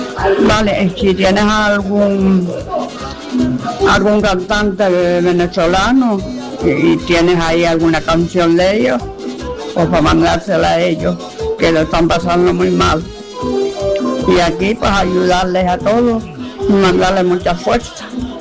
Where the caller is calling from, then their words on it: Güímar, Canary Islands, Spain; de Guimar.